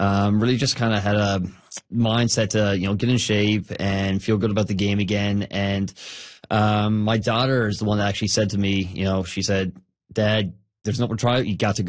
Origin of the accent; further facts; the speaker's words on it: Labrador City, Newfoundland and Labrador, Canada; born there; also born or lived in Corner Brook; My father was a RNC officer with the provincial police. So we moved around a little bit. I was born in Lab City.